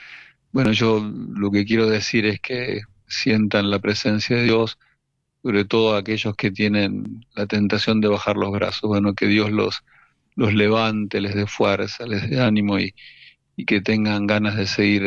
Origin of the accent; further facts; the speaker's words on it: Argentina; no somos lo mejor, no somos lo peor, somos una Argentina que hace rato no le encontramos la vuelta